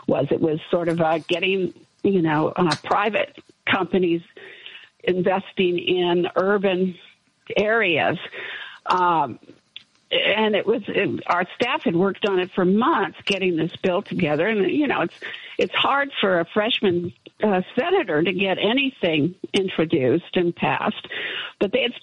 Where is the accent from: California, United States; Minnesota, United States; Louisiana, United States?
California, United States; why I was working for him when I came from California